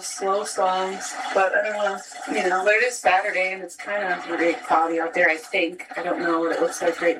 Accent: Wisconsin, United States; moved away as an adult; now in Fairbanks, United States; No, I'm from Wisconsin, but I've been here since 96. June 1st.

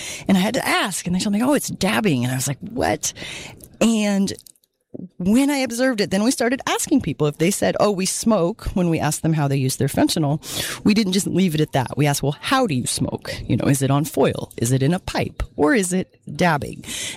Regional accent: Portland, Oregon, United States; I'm a researcher at UCLA, but born and raised in Portland, Oregon, and I live here now.

